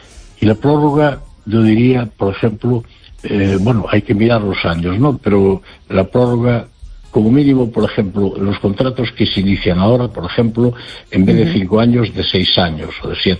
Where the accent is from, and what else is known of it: Madrid, Community of Madrid, Spain